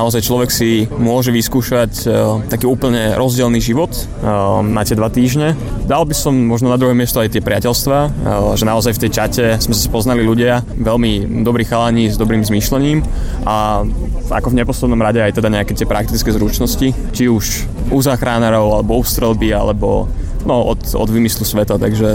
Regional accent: Svätý Jur, Bratislava Region, Slovakia; now in Slovenský Grob, Slovakia; A ja som originál zo Svätého Jura a teraz v Slovenskom Grobe bývame.

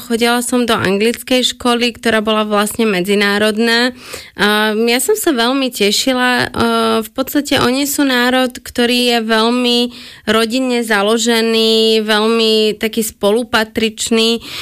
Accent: Kuwait; moved away; Ako dieťa som žila v Kuvajte, potom sme žili v rôznych krajinách

